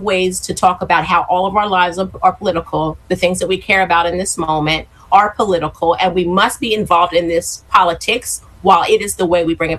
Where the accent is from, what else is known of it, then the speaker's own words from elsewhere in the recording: West Chester, Pennsylvania, United States; I'm from Chester County. I grew up in Westchester, Chester County. So, you know, it's home for me.